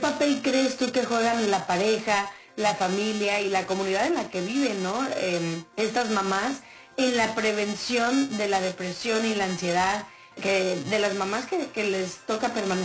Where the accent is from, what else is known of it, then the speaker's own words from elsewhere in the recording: Mexico; Nosotras como latinas, como mexicanas